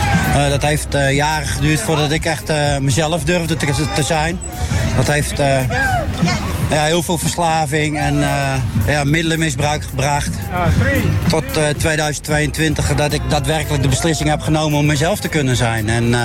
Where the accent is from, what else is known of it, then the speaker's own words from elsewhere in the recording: Friesland, Netherlands; ik kom zelf uit Friesland.